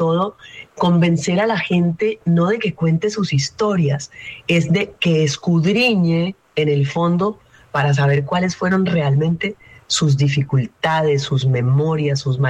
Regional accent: Ginebra, Valle del Cauca, Colombia; Las dos somos caleñas, vallecaucanas. Ella es caleña, yo soy de Ginebra.

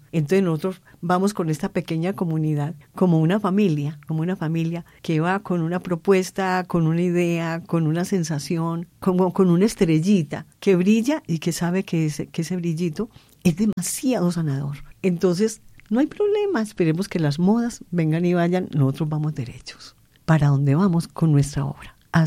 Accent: Antioquia, Colombia; Amo Antioquia, yo soy antioqueña, amo Antioquia con todo

